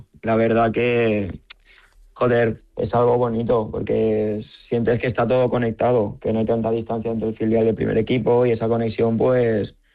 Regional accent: Barcelona, Catalonia, Spain; now in Palma, Spain; Soy de Barcelona

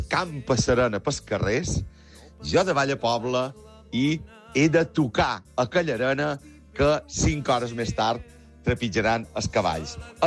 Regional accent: Ciutadella, Balearic Islands, Spain; de Ciutadella i, com us podeu imaginar, les festes del meu poble, Sant Joan

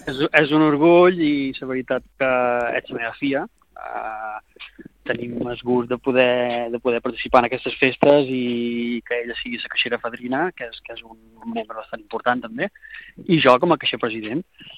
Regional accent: Mahón, Balearic Islands, Spain; Jo som de Mahón, però tinc un vincle bastant important en Cal Emporter, perquè tinc una casa de fa 25 anys aquí

